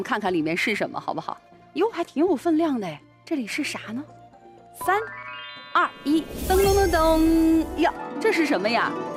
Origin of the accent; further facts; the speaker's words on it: northern China, China; 作为一个北方人真的特别羡慕你们，就是每家门前都有桂花树